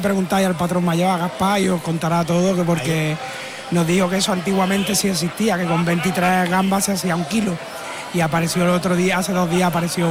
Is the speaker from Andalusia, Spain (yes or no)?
yes; Andalusia, Spain; now in Garrucha, Spain; Bueno, yo llegué aquí en 2010, eso. Yo soy cordobés.